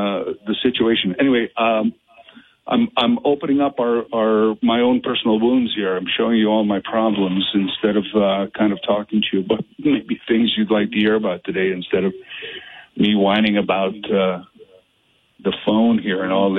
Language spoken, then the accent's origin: English; Canada; we started to say as Canadians